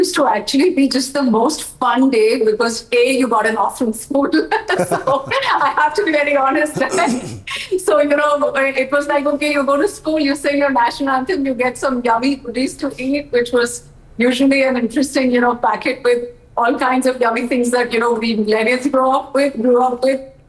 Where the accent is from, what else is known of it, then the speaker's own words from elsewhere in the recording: India; I feel thoroughly proud every single day to be an Indian.